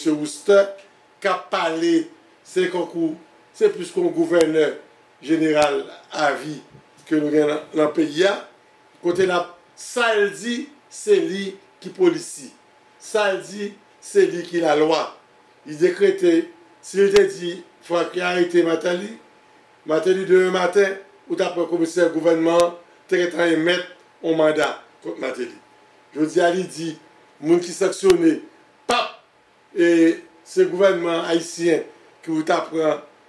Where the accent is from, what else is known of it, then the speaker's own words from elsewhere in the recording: Haiti; Nous sommes d'Haïti, nous des jeunes petits garçons.